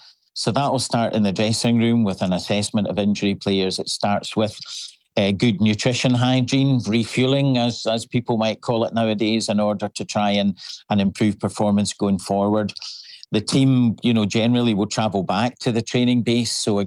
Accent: Scotland, United Kingdom; now in Vancouver, Canada; everybody knows I'm from Scotland

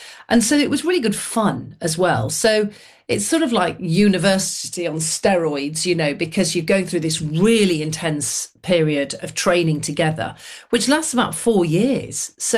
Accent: Manchester, North West England, United Kingdom; So growing up in Manchester in the 1970s, basically the Air Cadets, which is a fantastic youth organisation, still running today, they opened their doors to girls and I joined.

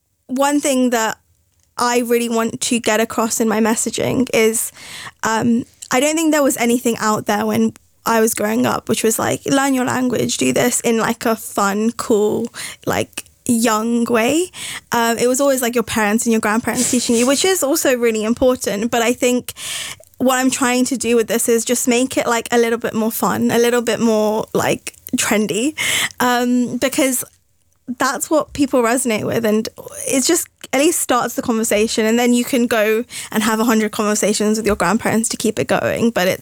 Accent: United Kingdom; accent: British; Like, I've grown up here. I'm born here. Like, I'm going to have a British accent. I am British.

